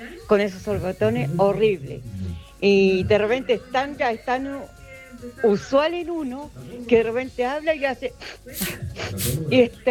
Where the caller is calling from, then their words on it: Santiago, Santiago Metropolitan Region, Chile; aquí vivo en Santiago.